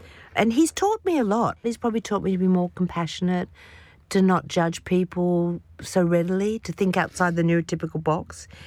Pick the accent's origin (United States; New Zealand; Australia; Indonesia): Australia